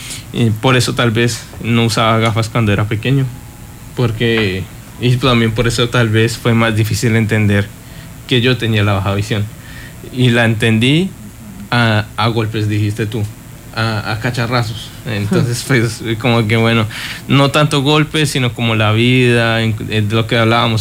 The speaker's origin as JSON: {"language": "Spanish", "country": "Colombia", "moved": "yes"}